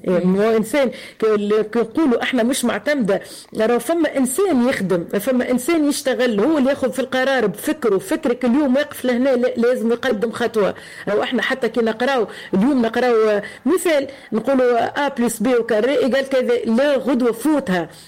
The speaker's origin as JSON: {"language": "Arabic", "country": "Tunisia"}